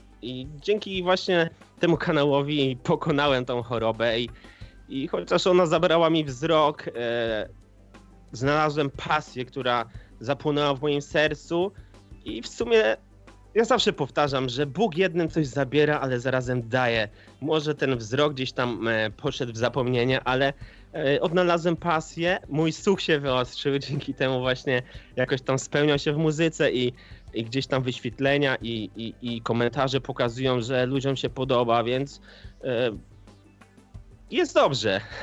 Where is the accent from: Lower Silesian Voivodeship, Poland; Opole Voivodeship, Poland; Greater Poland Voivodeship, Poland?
Greater Poland Voivodeship, Poland; Kalisz; Jestem kaliszaninem, Polakiem, człowiekiem